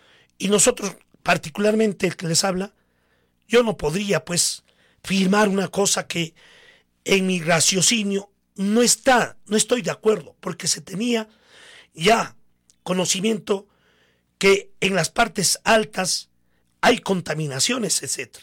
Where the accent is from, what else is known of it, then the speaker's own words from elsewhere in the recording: Coracora, Ayacucho, Peru; mi corazón como coracoreño, como parinacochano